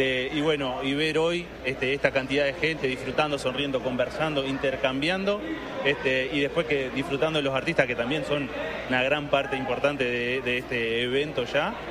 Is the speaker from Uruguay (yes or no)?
yes; Uruguay; hoy somos 4 uruguayos viajando a nivel internacional